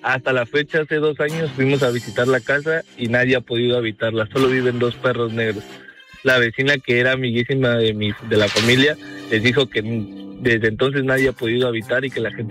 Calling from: Villahermosa, Tabasco, Mexico; Desde Villahermosa, Tabasco.

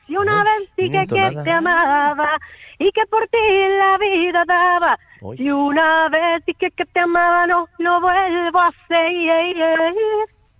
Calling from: Mexico City, Mexico; De la Ciudad de México, aquí eso.

